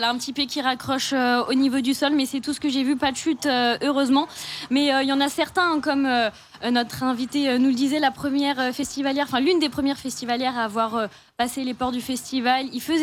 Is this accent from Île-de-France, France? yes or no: no; Reims, Grand Est, France; je suis prête pour le Rhin Champagne Run, hein, d'où on vient chez nous à Reims.